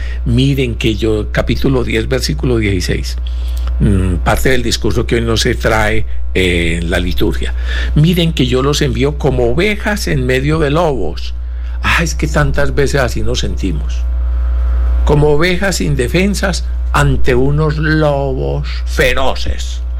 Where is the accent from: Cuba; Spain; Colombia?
Colombia; also born or lived in Barranquilla; nosotros, como cachacos y como por acá paisas, no conocíamos el fenómeno de los arroyos